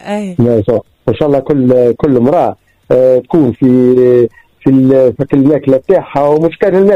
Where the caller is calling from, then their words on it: Tunisia; أنا تونسية